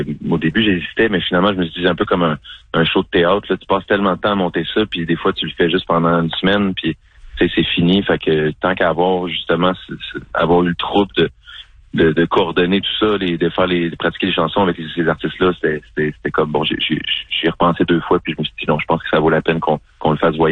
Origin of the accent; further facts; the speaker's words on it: Saint-Hyacinthe, Quebec, Canada; j'ai grandi à Saint-Hyacinthe.